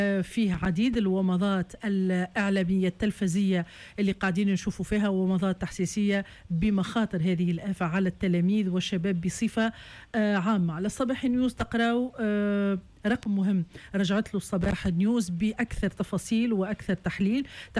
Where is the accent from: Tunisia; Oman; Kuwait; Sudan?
Tunisia